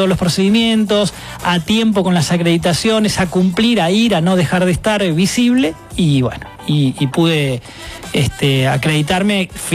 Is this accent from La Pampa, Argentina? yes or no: yes; La Pampa, Argentina; moved away